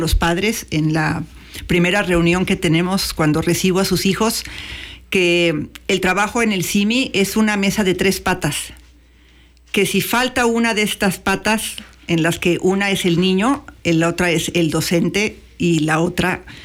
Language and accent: Spanish; Veracruz, Mexico; now in Xalapa, Mexico; yo soy de Veracruz y al llegar a estudiar aquí